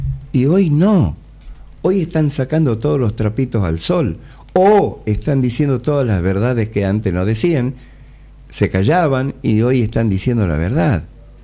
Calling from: Argentina

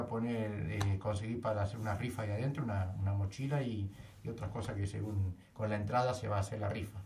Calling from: Quequén, Buenos Aires Province, Argentina; yo vivo en Quequén, uh-huh. En la 529

